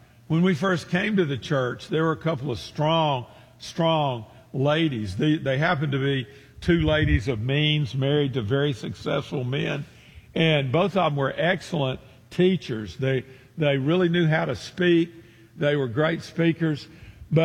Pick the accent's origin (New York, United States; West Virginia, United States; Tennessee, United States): Tennessee, United States; Memphis; Of course, I'm from Memphis, and Oxford's less than 100 miles from us